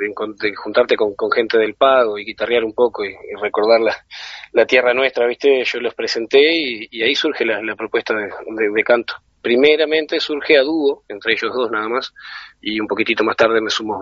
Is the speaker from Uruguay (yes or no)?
yes; Santa Clara de Olimar, Treinta y Tres, Uruguay; moved away as an adult; now in Montevideo, Uruguay; que soy de Santa Clara de Olimar también.